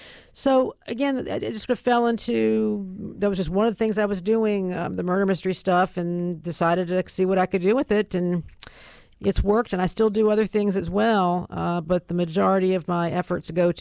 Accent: Durham, North Carolina, United States; Well, I was born and raised in Durham, and never left.

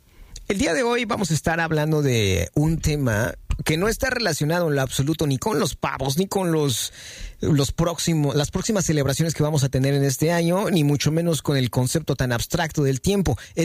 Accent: Mexico; en México les llamamos inquilinos

